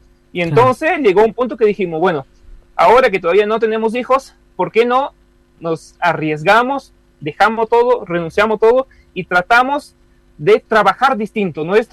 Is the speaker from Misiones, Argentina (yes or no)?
yes; El Soberbio, Misiones, Argentina; moved away; also born or lived in Eldorado, Misiones; yo soy de Soberbio, Mica es de Iguazú. Entonces, bueno, pero vivimos en El Dorado por mucho tiempo, creo que más de 8 o 9 años.